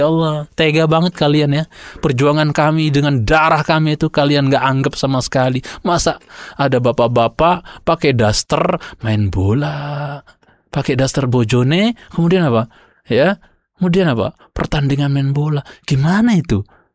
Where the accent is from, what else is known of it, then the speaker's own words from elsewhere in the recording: Lombok, West Nusa Tenggara, Indonesia; saya orang Lombok ya.